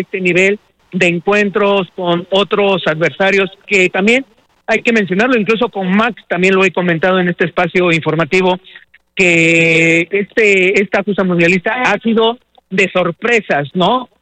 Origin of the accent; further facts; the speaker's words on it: Puebla, Mexico; como poblanos y, por supuesto, también como mexicanos.